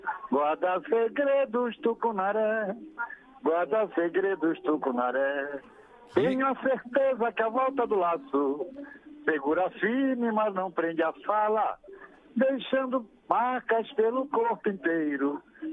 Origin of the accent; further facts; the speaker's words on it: Cachoeira do Arari, Pará, Brazil; sou um caboclo marajoara, sou natural de Cachoeira do Arari. Tenho 65 anos, fiz agora em maio, graças a Deus.